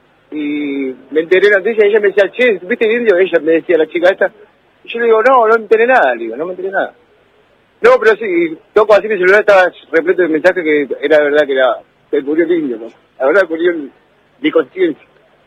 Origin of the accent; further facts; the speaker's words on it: Lomas de Zamora, Buenos Aires Province, Argentina; Soy Loma de Zamora.